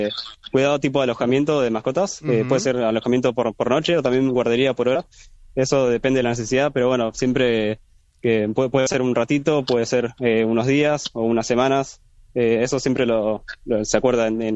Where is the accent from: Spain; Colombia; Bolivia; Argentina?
Argentina; Lanús, Buenos Aires Province; Bueno, yo soy de Lanús. Recientemente me mudé a Quilmes.